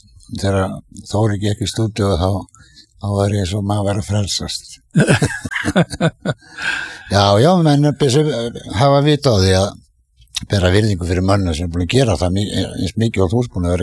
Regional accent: Hrísey, Northeastern Region, Iceland; við erum báðir Hrýseingar

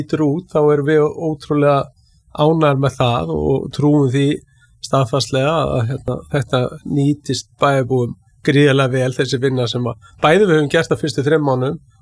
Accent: Keflavík, Southern Peninsula, Iceland; nýorðin 50-ur, borinn á Badfætur, Reykjanesbæ.

